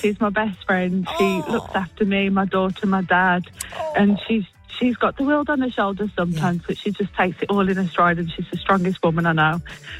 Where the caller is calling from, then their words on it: Shrewsbury, West Midlands, United Kingdom; Shrewsbury.